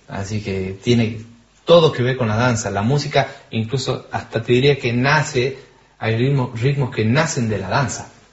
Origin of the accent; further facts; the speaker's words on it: Jujuy, Argentina; now in Córdoba, Argentina; Mi vida es en Córdoba, soy jujeño, mi origen está en la música andina